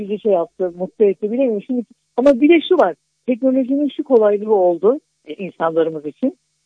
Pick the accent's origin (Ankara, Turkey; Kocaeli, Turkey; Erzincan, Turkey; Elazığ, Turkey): Ankara, Turkey; now in Antalya, Turkey; Benim çocuğum Ankara'da geçti. Bir mahallede geçti Ankara'da.